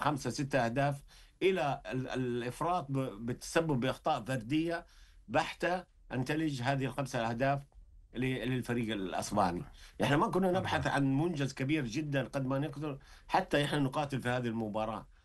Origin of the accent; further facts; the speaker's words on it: Saudi Arabia; احنا كلاعبين سعوديين